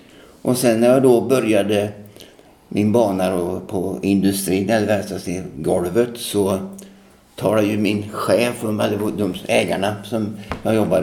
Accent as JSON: {"language": "Swedish", "town": "Tidaholm", "region": "Västra Götaland County", "country": "Sweden", "tie": "born or raised there", "said": "Jag växte upp i Tidaholm"}